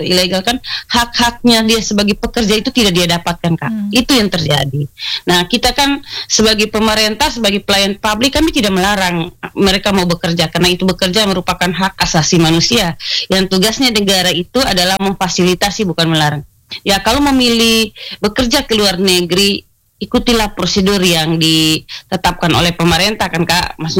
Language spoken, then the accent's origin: Indonesian; East Nusa Tenggara, Indonesia; Yang kedua itu adalah kebiasaan salah kita orang NTT itu, kebiasaan begadang, Kak.